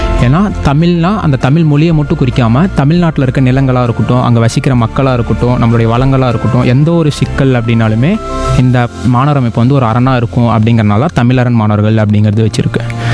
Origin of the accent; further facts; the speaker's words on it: Salem, Tamil Nadu, India; moved away as an adult; also born or lived in Namakkal; now in Hosur, India; நான் வந்து சேலத்தில் தான் பிறந்தது வளர்ந்தது எல்லாமே.